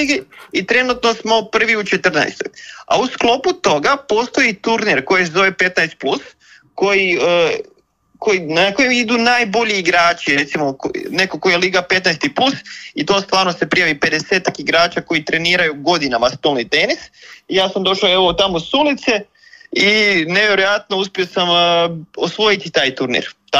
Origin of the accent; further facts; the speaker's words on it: Slavonski Brod, Brod-Posavina County, Croatia; now in Zagreb, Croatia; Ja sam inače iz Slavonskog Broda.